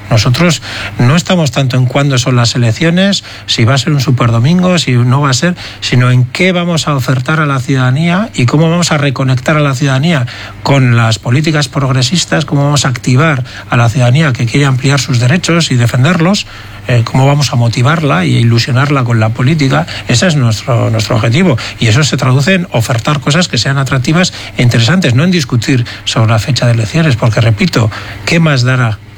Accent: Basque Country, Spain

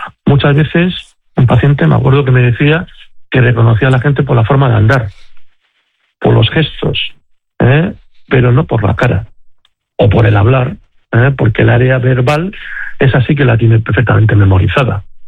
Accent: Region of Murcia, Spain; soy de Murcia

